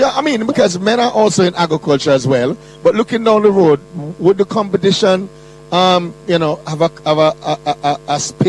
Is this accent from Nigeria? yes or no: no; Portmore, St. Catherine, Jamaica; Well, I'm from the parish of Portmore.